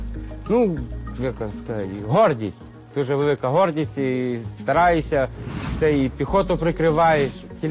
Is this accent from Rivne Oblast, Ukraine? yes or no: yes; Rivne Oblast, Ukraine; сам я родом з Рівненської області